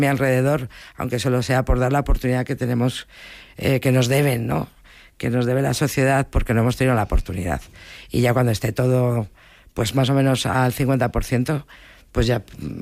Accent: Bilbao, Basque Country, Spain; yo soy de Bilbao y volver a casa

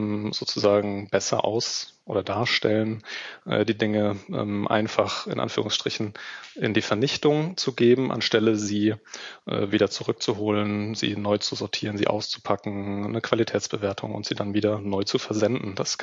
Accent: Germany; Das sind wir als Deutsche und als Europäer

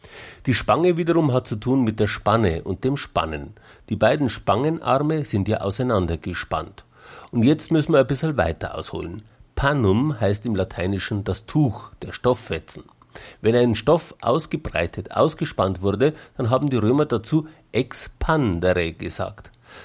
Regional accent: Bavaria, Germany; Naja, ich weiß, wir Bayern, wir spannen es halt nicht, dass wir spinnen.

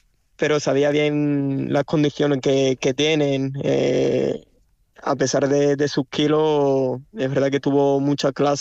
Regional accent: Chiclana de la Frontera, Andalusia, Spain; moved away as an adult; now in Béziers, France; Sí, aunque muchos se creen que soy torero galo, francés, soy, no hay que olvidar que soy de Cádiz. Hasta los 18 años pertenecía a la escuela Francisco Montes Paquero, allí en Chiclana

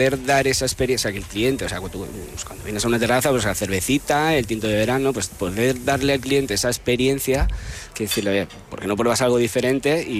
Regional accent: Casar de Cáceres, Extremadura, Spain

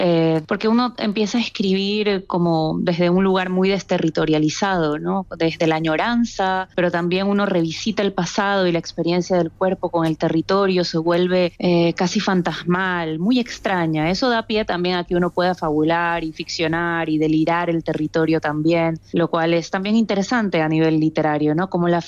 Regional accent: Ecuador

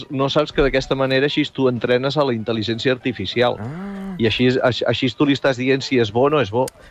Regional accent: Catalonia, Spain

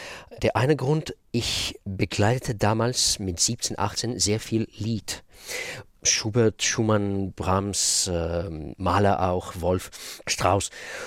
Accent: Israel; first language Russian; German is a second language; moved away as an adult; also born or lived in Russia; now in London, United Kingdom; Hebräisch, ja, ich bin in Israel aufgewachsen. 25 Jahre habe ich da gelebt.

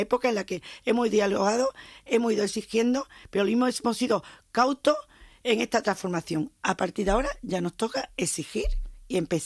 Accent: Melilla, Spain

